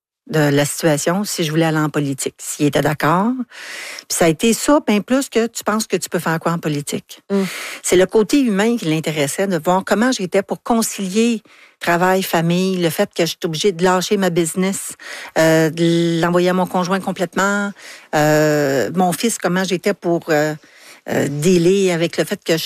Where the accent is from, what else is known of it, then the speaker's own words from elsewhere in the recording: Montreal, Quebec, Canada; C'était chez nous, mon patelin, les gens que je connaissais, les organismes que je connaissais